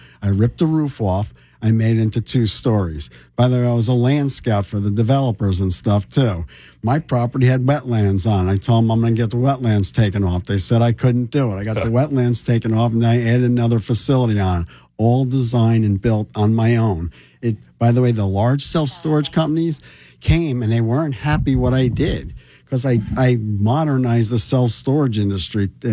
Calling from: Rahway, New Jersey, United States; I'm from Rahway, New Jersey. The town went to poop.

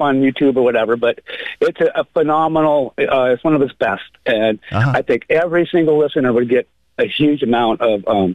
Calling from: Bellingham, Washington, United States

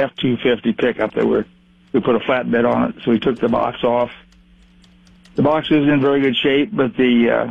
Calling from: South Albion, United States; from South Albion.

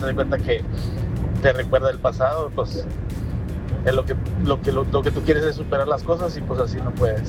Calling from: Reynosa, Tamaulipas, Mexico; de Reynosa.

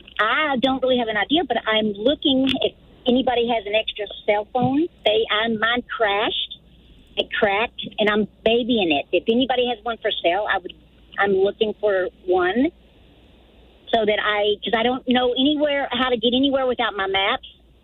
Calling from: Tulsa, Oklahoma, United States; I'm calling from Tulsa.

